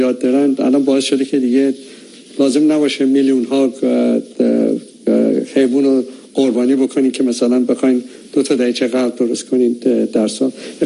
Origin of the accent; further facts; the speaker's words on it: Tehran, Tehran Province, Iran; born there; من در تهران متولد شدم